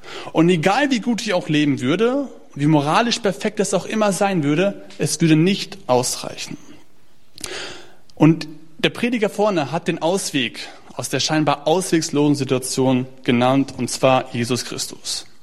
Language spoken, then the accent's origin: German; Detmold, North Rhine-Westphalia, Germany; born there; Ich bin schon hier in Detmold geboren worden